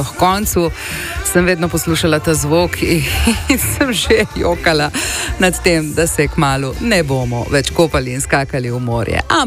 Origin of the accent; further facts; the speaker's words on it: Slovenian Littoral, Slovenia; moved away; Jaz sem sicer Primorka, sem bila tam dol doma